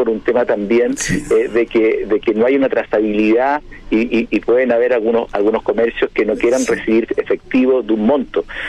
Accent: Chile

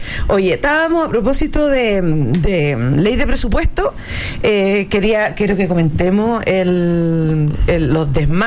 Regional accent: Chile

